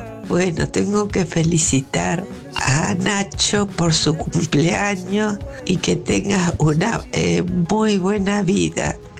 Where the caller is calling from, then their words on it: Lomas de Zamora, Buenos Aires Province, Argentina; de Lomas de Zamora